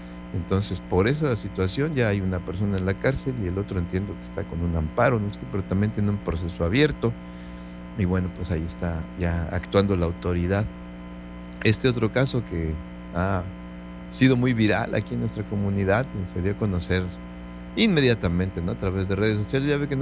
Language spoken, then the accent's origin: Spanish; Mexico; como decimos los mexicanos